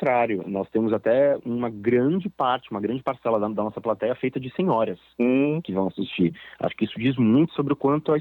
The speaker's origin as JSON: {"language": "Portuguese", "region": "São Paulo", "country": "Brazil", "also_born_or_lived": "Rio de Janeiro", "moved": "as an adult", "said": "eu me mudei para o Rio de Janeiro, sou de São Paulo, para fazer o espetáculo."}